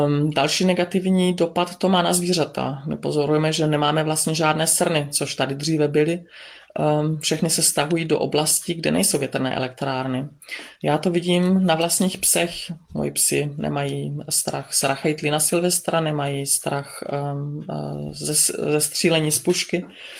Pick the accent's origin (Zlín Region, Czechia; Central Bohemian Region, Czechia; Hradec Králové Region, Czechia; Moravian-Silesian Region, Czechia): Zlín Region, Czechia; Bystřice pod Hostýnem; now in Dittelsheim-Heßloch, Germany; a pocházím z Bystřice pod Hostýnem. Aktuálně bydlím v Německu v obci Dittelsheim Heslo.